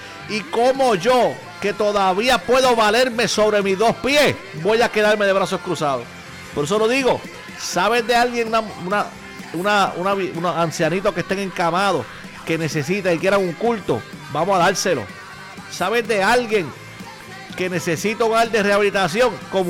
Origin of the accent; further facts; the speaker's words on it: Dorado, Puerto Rico; yo soy de Dorado.